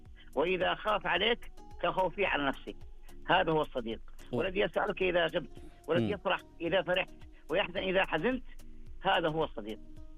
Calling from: Al Qunfudhah, Makkah Province, Saudi Arabia; من القنفذة.

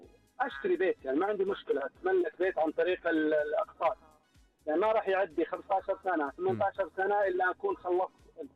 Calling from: Riyadh, Riyadh Province, Saudi Arabia; أقول من الرياض أكلم

